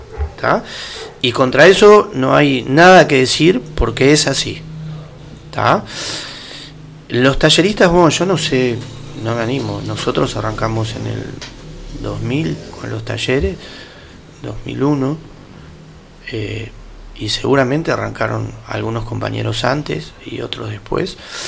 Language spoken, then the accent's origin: Spanish; Montevideo, Uruguay; yo soy montevideano